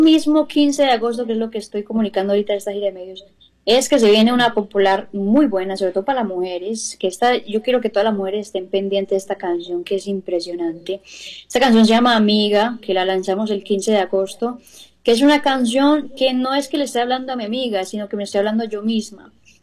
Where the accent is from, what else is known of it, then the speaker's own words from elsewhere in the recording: Colombia; a todo mi pueblo colombiano, a Colombia